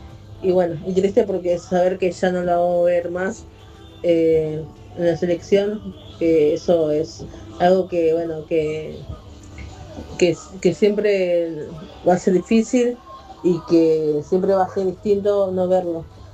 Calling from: Guernica, Buenos Aires Province, Argentina

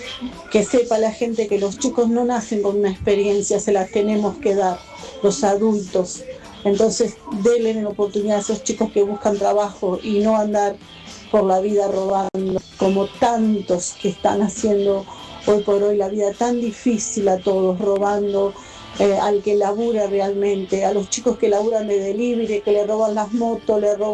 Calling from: Morón, Buenos Aires Province, Argentina

